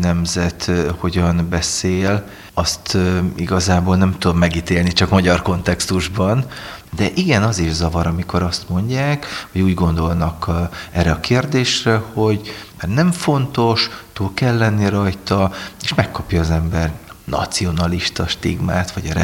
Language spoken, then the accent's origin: Hungarian; Subotica, Vojvodina, Serbia; moved away as an adult; now in Hungary; Igen, tehát az a helyzet, hogy én Szabadkán nőttem fel, a régi Jugoszláviában születtem, és a 90-es évek Szerbiájában nőttem föl. Aztán egyetemista korom óta Magyarországon élek.